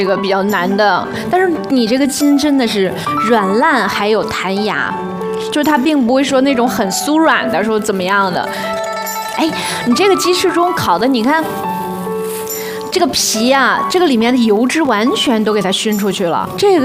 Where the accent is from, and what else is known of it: Northeast China, China